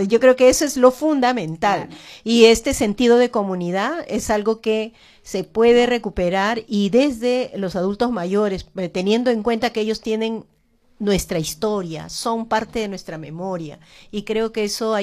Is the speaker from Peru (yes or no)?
yes; Lima, Peru; somos vecinas de Villa